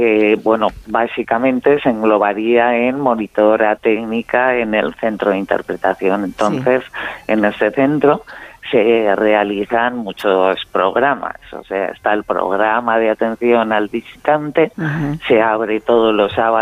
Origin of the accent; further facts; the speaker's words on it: Sariñena, Aragon, Spain; Y nada, soy de aquí de Sariñena, con que estupenda.